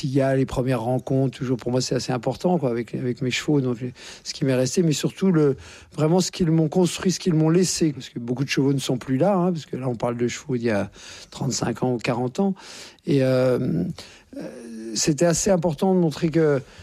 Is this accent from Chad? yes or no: no; Courbevoie, Île-de-France, France; born there; mais je suis né à Courbevoie, donc c'est pas une région, comme chacun sait, qui ne pullule pas de chevaux.